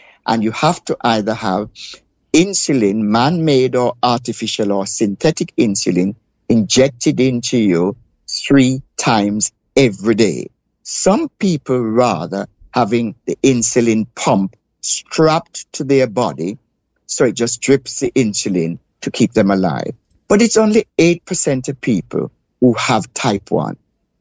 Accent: Jamaica; Now, I grew up around Jamaica, the Caribbean Sea. I cannot swim to save my life.

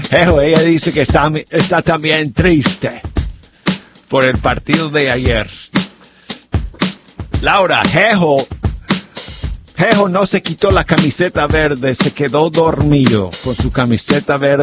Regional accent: United States; Como gringo que soy

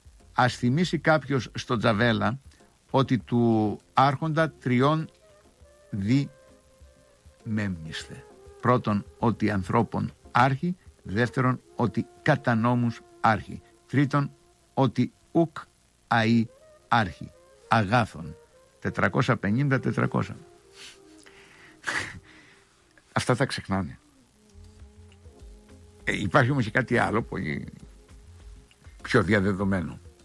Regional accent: Agios Konstantinos, Greece; Χρόνια πολλά, τα Ι Κωνσταντίνου. Άγιος Κωνσταντίνος λέγεται το χωριό μου επάνω.

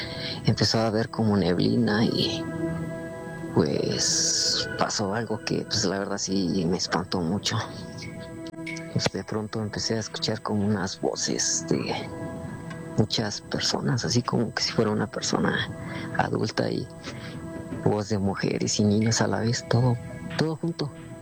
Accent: Toluca, State of Mexico, Mexico; Soy de Toluca y no daré muchos detalles de dónde ocurre esto, pero esto me sucedió hace 2 años.

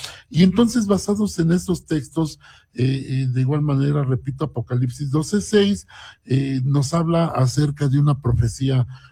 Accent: Mexico; Yo creo que como mexicanos nos sentimos orgullosos

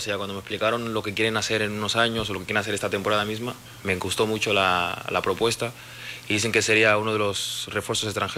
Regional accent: Barcelona, Catalonia, Spain

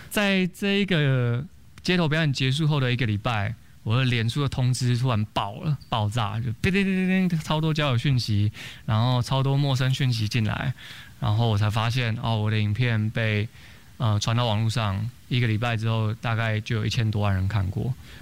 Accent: Taiwan; 因为我说了我来自台湾

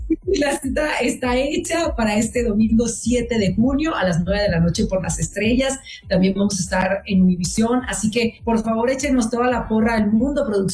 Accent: Chihuahua, Mexico; born there; Yo nací en Chihuahua, o sea, venga para acá.

